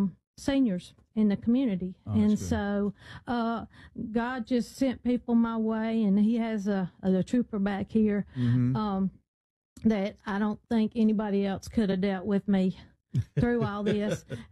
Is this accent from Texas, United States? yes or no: no; Dadeville, Alabama, United States; We're from beautiful Lake Martin.